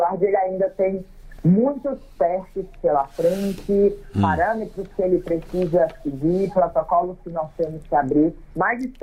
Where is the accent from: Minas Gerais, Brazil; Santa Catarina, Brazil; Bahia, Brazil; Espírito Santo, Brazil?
Bahia, Brazil; Barra do Choça; also born or lived in Vitória da Conquista; Atualmente eu moro em Barra do Choça, assim, minha vida toda, nasci em Vitória da Conquista, mas moro em Barra do Choça, mas estudei em Vitória da Conquista.